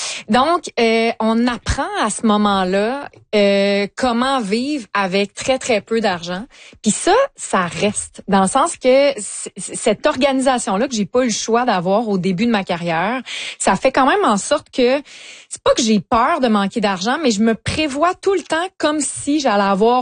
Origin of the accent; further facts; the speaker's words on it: Lévis, Quebec, Canada; Ben, moi, je viens de Lévis. Puis le premier, le OG chocolat favori était sur la rue Bégin à Lévis. Puis à Lévis, quand t'avais 14 ans, t'attendais juste d'avoir ton 14